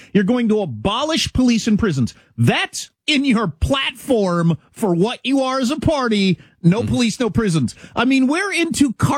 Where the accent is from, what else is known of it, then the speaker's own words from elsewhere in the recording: South Dakota, United States; Sorry, I'm from South Dakota.